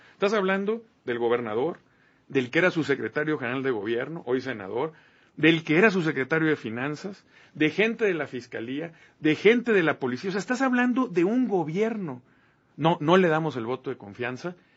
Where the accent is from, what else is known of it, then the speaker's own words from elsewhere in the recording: Mexico; ¿No nos merecemos como mexicanos poner en riesgo simplemente el Tratado de Libre Comercio?